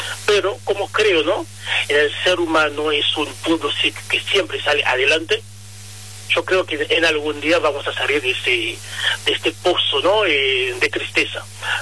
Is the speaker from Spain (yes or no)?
no; Haiti; now in Rosario, Argentina; siempre aclaro que soy haitiano, pero rosarino, porque acá en Rosario no es mi casa, tengo mi gente, tengo mi público